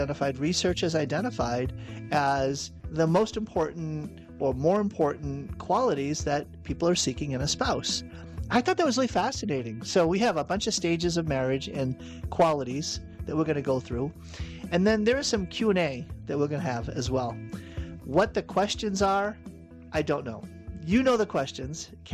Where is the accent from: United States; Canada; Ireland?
United States; Boston, Massachusetts; Humidity, growing up in Boston, humidity was horrific.